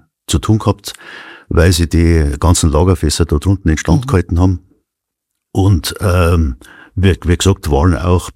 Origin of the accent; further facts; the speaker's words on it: Murnau, Bavaria, Germany; ich stamme aus einer der letzten Schäffler-Familien in Murnau.